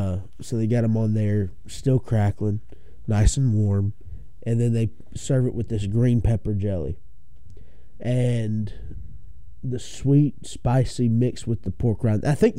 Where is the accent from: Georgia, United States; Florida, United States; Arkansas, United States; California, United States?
Georgia, United States; I grew up in Georgia